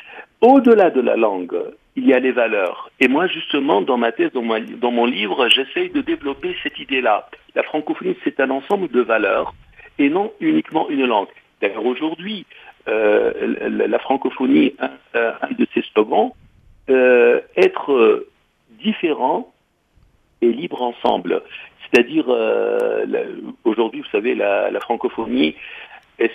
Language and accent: French; Tunisia; En tant que Tunisien, passionné par cette dynamique culturelle qui a eu lieu en Tunisie.